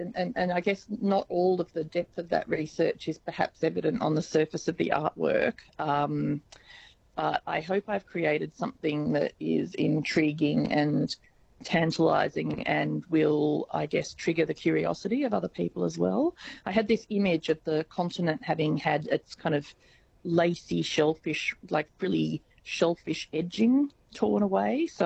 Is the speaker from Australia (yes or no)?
yes; Wollongong, New South Wales, Australia; now in Albany, Australia; I'd grown up on the coast in Wollongong